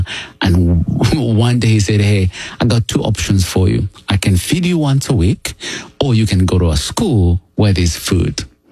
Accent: Uganda; born or raised there

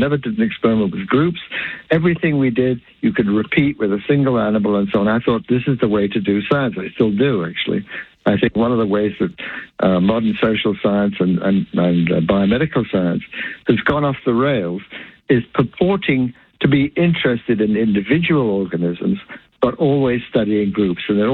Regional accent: England, United Kingdom; my problem was that I grew up in England, and in England, it's a rather rigid educational system.

